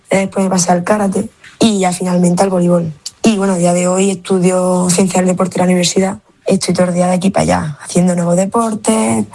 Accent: Almería, Andalusia, Spain; now in Seville, Spain; Para mí Almería siempre será casa, es y siempre será mi ciudad.

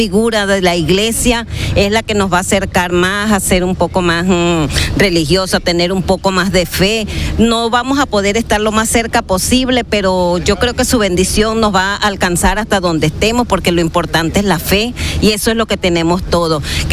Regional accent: Venezuela; moved away; Yo soy venezolana. Estoy acá desde noviembre

